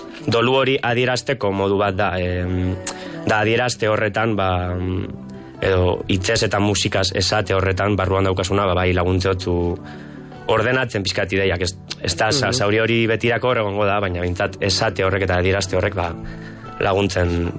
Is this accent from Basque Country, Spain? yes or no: yes; Lekeitio, Basque Country, Spain; Lekeition, nire jaioterrian